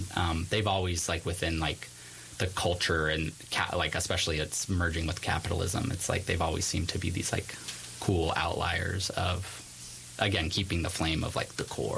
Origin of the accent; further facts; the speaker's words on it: San Diego, California, United States; now in Santa Barbara, United States; because I'm originally from San Diego.